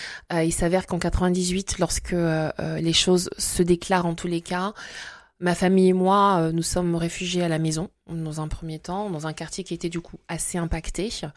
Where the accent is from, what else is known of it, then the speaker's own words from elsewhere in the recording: Brazzaville, Republic of the Congo; also born or lived in Belgium; Je suis née en Belgique, j'ai vécu jusqu'à l'âge de mes 3 ans et j'ai passé mon enfance effectivement à Brazzaville exactement, là-bas.